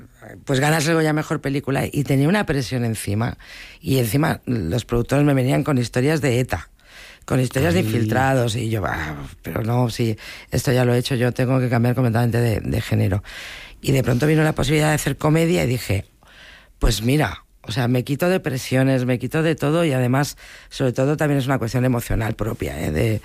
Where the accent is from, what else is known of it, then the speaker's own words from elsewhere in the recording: Bilbao, Basque Country, Spain; yo soy de Bilbao y volver a casa, volver a contar esto